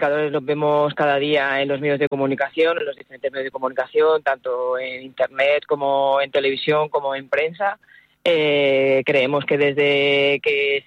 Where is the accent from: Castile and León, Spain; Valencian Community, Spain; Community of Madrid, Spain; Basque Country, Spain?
Community of Madrid, Spain; Madrid; Yo soy de Madrid, nací en Madrid, me he criado en el barrio de Chueca desde que Chueca no era Chueca, o sea que conozco la Chueca anterior a lo que es ahora el barrio de La Libertad